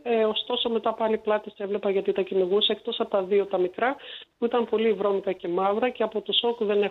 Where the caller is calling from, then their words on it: Patras, Western Greece, Greece; είμαστε περίπου 300.000 πατρινοί.